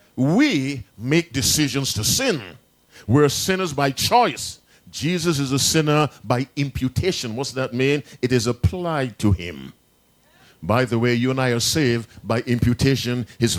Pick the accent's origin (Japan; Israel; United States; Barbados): Barbados; moved away; I'm originally from Barbados